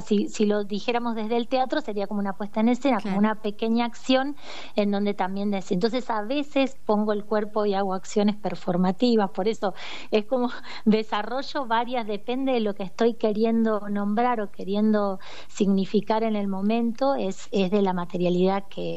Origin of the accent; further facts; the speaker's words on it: Florencio Varela, Buenos Aires Province, Argentina; moved away as an adult; also born or lived in Trelew; Yo soy oriunda de Buenos Aires, de Florencio Varela, de la zona sur de Buenos Aires. Y a los 23 años decidí venirme al sur.